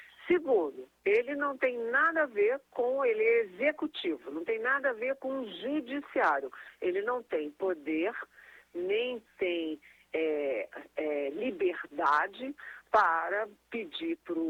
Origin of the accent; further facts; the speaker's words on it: Rio de Janeiro, Brazil; Eu que sou carioca, falo de cabeça para baixo.